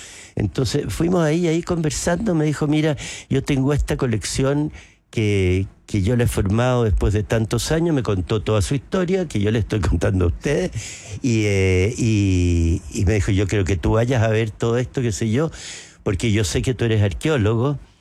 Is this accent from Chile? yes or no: yes; Chile; Todos somos indígenas los chilenos, somos todos, tenemos sangre indígena.